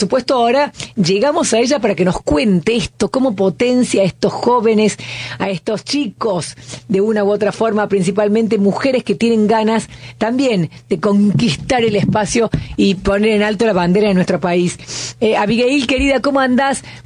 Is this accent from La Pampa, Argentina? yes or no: no; Córdoba, Argentina; Qué lindo, Córdoba. Viste, con la gente del interior, chicas, saben, yo soy cordobesa, la gente del interior, tenemos ese no, sé qué.